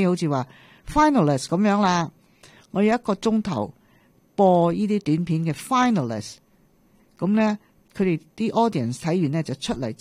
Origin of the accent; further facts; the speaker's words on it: China; 我哋中国人最出名 calligraphy 写大字啊嗰啲咯。